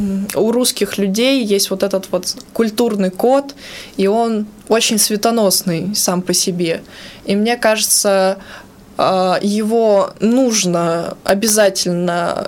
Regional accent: Lesnoy, Sverdlovsk Oblast, Russia; also born or lived in Yekaterinburg; Город Лесной, закрытый город Русатома, я там выросла, родилась в Екатеринбурге, выросла там.

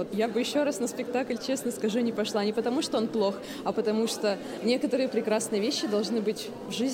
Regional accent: Verkhnyaya Pyshma, Sverdlovsk Oblast, Russia; Да, я приехала из Верхней Пышмы.

